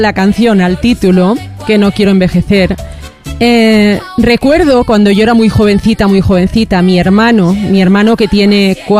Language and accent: Spanish; Valencian Community, Spain; lo voy a decir en valenciano porque nosotros somos valencianos